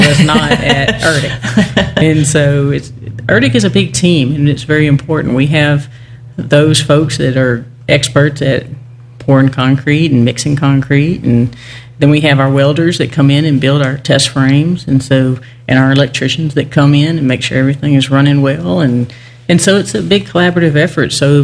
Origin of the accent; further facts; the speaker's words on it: Benton, Louisiana, United States; moved away as an adult; Well, I am from Benton, Louisiana. It's a very small town in North Louisiana.